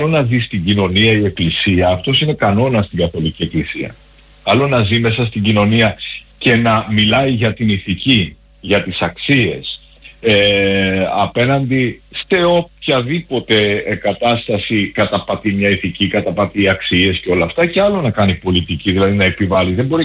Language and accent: Greek; Athens, Attica, Greece; born there; Και εγώ όταν ήμουν μικρός στην Αθήνα, μεγάλωσα μέχρι 8-9 ετών ακούγοντας τη λειτουργία στα λατινικά